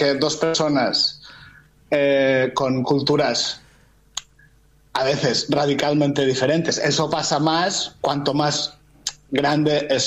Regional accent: Balearic Islands, Spain; como mallorquín, aquí tenemos nuestra propia lengua, que es el catalán, tenemos nuestras costumbres

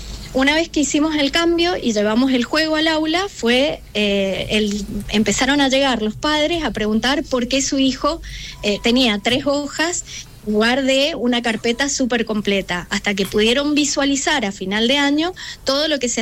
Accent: Mendoza, Argentina; Soy la única mendocina

